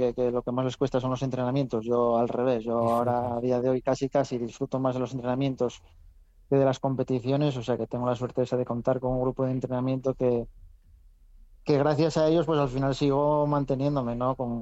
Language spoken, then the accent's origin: Spanish; Ribadesella, Asturias, Spain; yo soy de Ribadesella y entreno en Ribadesella